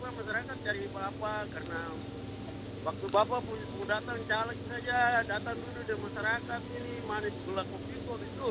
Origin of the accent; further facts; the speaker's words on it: Papua, Indonesia; berarti kita berusaha sendiri dari usaha sendiri sebagai orang Papua yang bisa mandiri sendiri.